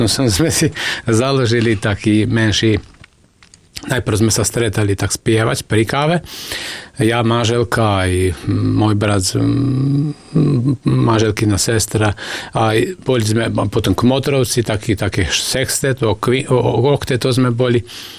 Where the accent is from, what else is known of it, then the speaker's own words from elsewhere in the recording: Vojvodina, Serbia; Mnohé tam u nás na Dolnej zemi, pochopíte, že zbory sú založené po 90. roku.